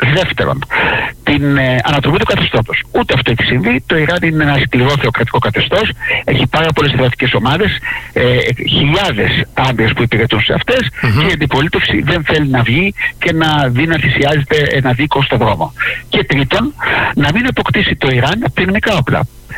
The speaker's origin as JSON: {"language": "Greek", "region": "Ionian Islands", "country": "Greece", "also_born_or_lived": "Lefkada / Kefalonia", "said": "Από τα δύο νησιά πάνω και κάτω στη Λευκάδα."}